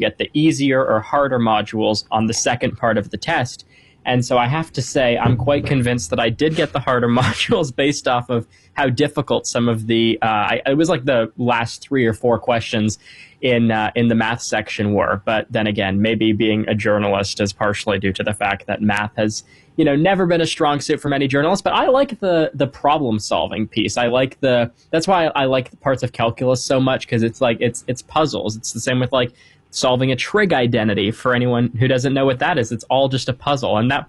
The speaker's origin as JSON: {"language": "English", "town": "Toronto", "region": "Ontario", "country": "Canada", "moved": "yes", "said": "I'm from Canada."}